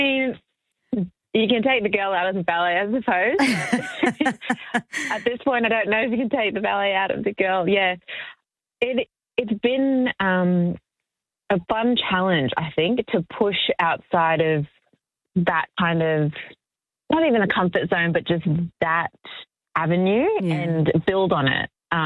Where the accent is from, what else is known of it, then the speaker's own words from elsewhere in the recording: Cairns, Queensland, Australia; Oh, honestly, I adored growing up in Cairns, and my very, very first concert was … at the Cairns Convention Centre when I think I might have been three.